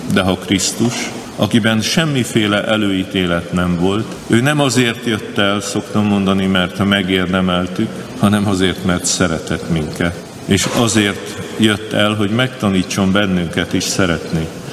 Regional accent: Nógrád, Hungary; Hát mondjuk Nógrád megyében, ahonnan én származom, egy kicsi faluból

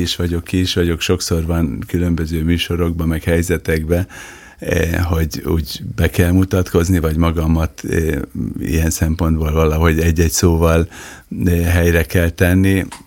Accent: Miskolc, Borsod-Abaúj-Zemplén, Hungary; born there; 50 éve, hogy az általános iskolás életünket befejeztük, ahol egy nagyon összetartó jó közösségünk volt Miskolcon

